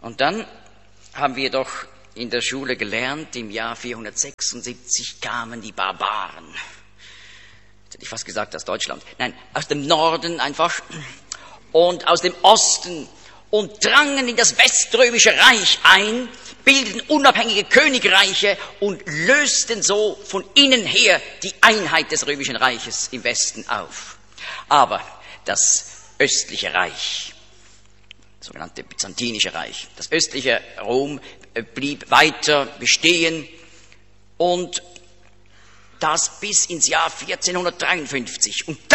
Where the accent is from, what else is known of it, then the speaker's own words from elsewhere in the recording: Switzerland; Er ist ja auch in der Schweiz, da ganz nahe, da wo ich aufgewachsen bin, ist er da über die Limmat, da steht noch ein Gedenkstein.